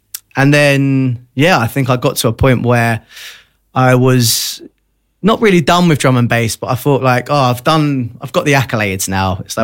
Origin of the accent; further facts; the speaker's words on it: London, United Kingdom; Look, I'm not going to go into specifics, but yeah, I grew up in East London. I'm very well spoken now because of radio